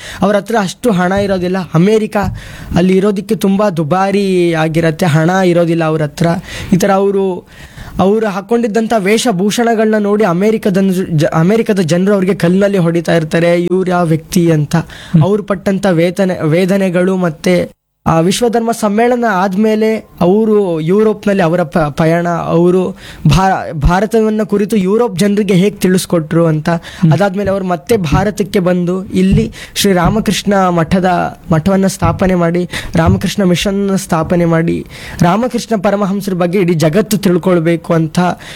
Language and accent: Kannada; Hanumanalu, Karnataka, India; ನಮ್ಮ ಊರು ಇಲ್ಲೇ, ಇಲ್ಲಿಂದ 1/2 ಗಂಟೆ, ಇಲ್ಲಿಂದ 25 ಕಿಲೋಮೀಟರ್ ಇದೆ, ಬನ್ನೂರ್ ಅಂತ. ಬನ್ನೂರ್ ಹತ್ರ ಹನುಮನಾಳು ನಮ್ಮೂರು.